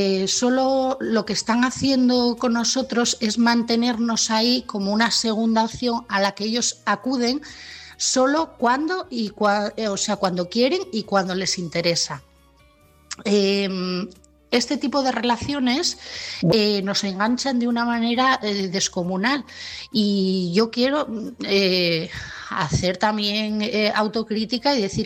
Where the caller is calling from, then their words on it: Asturias, Spain; de Asturias